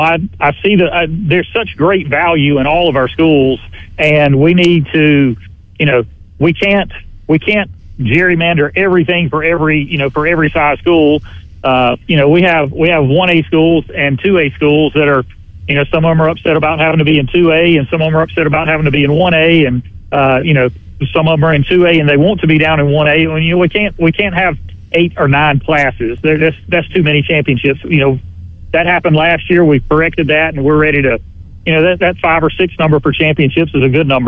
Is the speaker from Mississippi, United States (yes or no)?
yes; Canton, Mississippi, United States; I grew up. I grew up in Canton, and we were a AA school.